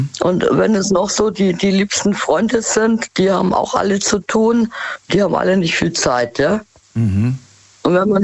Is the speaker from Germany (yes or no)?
yes; Munich, Bavaria, Germany; born there; Aber ich komme gebürtig aus München, ja?